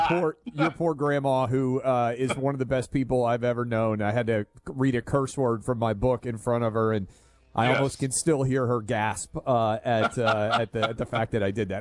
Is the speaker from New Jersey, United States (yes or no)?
no; Tennessee, United States; And send a message for the primary, my home state. I early voted. If you haven't, tomorrow is the primary in Tennessee.